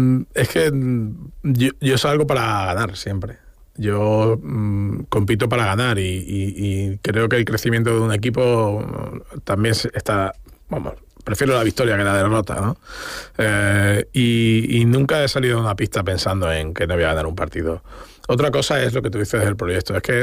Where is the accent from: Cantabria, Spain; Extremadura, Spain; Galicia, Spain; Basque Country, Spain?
Extremadura, Spain; Plasencia; also born or lived in Cáceres; en Plasencia, mi ciudad natal, y en Cáceres, en la que he vivido los últimos 20 años